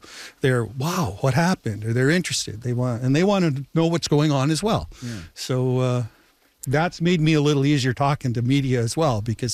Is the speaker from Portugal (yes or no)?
no; Winnipeg, Manitoba, Canada; now in Gimli, Canada; Oh, yeah, it's a great community. I'm from Winnipeg.